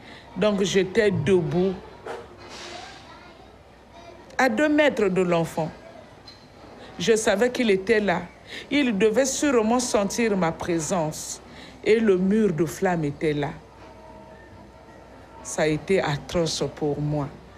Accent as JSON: {"language": "French", "country": "Republic of the Congo", "said": "Je suis religieuse, je suis congolaise, j'habite au Congo-Brazzaville, à Brazzaville, en Pila."}